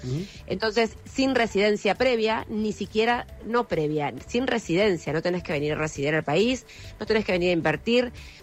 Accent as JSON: {"language": "Spanish", "country": "Argentina"}